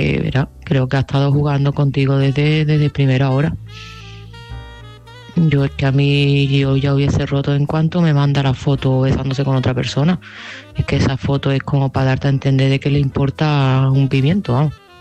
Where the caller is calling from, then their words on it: Seville, Andalusia, Spain; de Sevilla y este mensaje va para Paca.